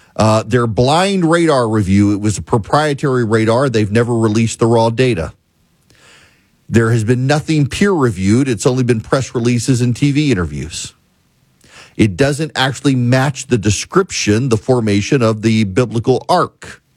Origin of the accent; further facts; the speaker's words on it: United States; I am not Turkeyan. I am American